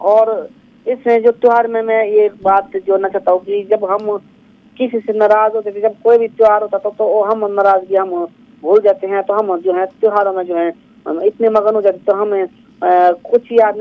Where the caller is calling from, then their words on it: Shimla, Himachal Pradesh, India; बात कर रहा हूँ शिमला से।